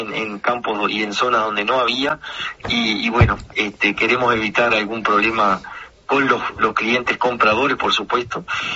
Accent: Illescas, Florida, Uruguay; nosotros con nuestras raíces familiares, también en Illesca, por el lado materno, creo que somos nacidos y criados en Illesca

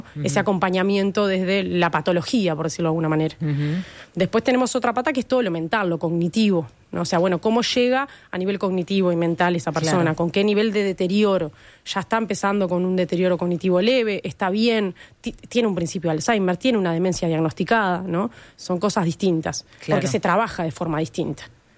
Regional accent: Uruguay; Porque no somos los uruguayos.

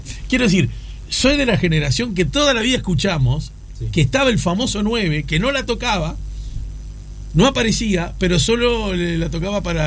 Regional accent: Uruguay; Es la que más me gusta a mí, la camiseta, porque soy de Uruguay, claro.

